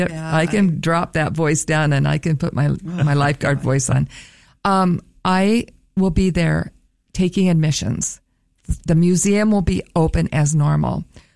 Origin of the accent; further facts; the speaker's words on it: Minnesota, United States; I'm from Minnesota.